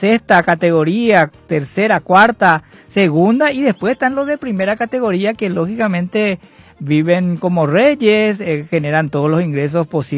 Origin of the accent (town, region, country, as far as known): Paraguay